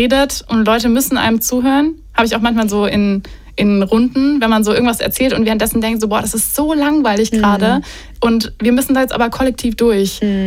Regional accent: Swabia, Germany; ich bin Schwabe

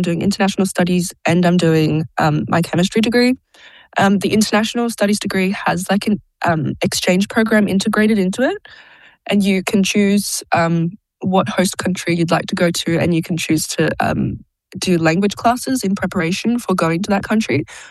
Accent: Sydney, New South Wales, Australia; moved away as an adult; now in Karlsruhe, Germany; So I'm from Sydney, quite a big city.

